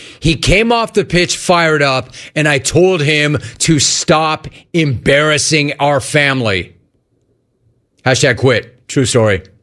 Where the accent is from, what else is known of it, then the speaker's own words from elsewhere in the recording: Los Angeles, California, United States; born there; Does Wiki still say that I was born in Tarzana? Also not accurate. I'm not from Tarzana. I'm not from Chatsworth. I was born in Los Angeles.